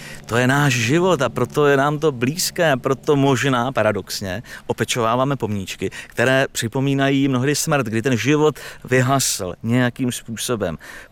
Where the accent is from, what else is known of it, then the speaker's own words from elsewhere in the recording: Liberec, Liberec Region, Czechia; Já jsem tady doma v tomto kraji, narodil jsem se v Liberci